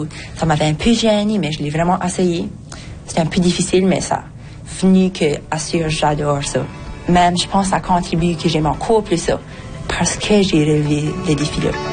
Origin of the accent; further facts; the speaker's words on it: Collette, New Brunswick, Canada; Je suis originaire de Colette, Nouveau-Brunswick.